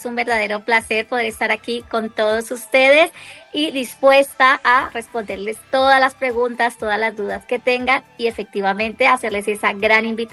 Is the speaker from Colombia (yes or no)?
yes; Cali, Valle del Cauca, Colombia; moved away as an adult; now in Spain; Soy una mujer caleña, residente en España hace 20 años